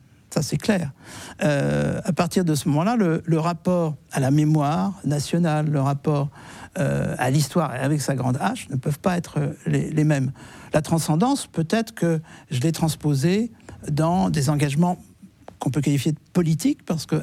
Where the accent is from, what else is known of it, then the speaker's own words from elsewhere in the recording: France; je suis français, même si j'étais par ailleurs juif